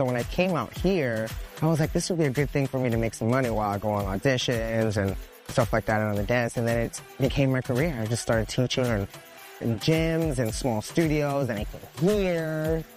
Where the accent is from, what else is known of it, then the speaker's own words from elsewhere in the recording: New York City, New York, United States; I'm from New York City originally. I'm from Queens. My parents are Colombian.